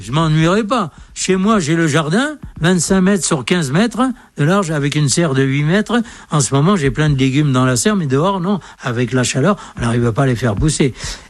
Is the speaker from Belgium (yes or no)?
no; Tunis, Tunis Governorate, Tunisia; born there; Je suis né en Afrique, à Tunis, à cause de la guerre. Sinon, l'origine de la famille, c'est le Béarn. Je suis originaire du Béarn, toute la famille.